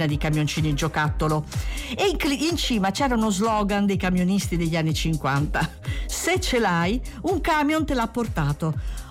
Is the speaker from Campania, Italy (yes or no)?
yes; Naples, Campania, Italy; born there; io sono nata a Napoli